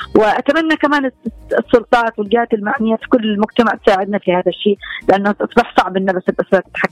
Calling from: Aden, Yemen; بالذات نحن في اليمن وفي عدن

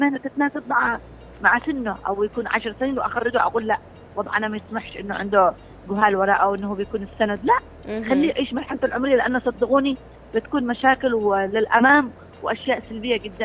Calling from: Yemen; الطفل عندنا في اليمن

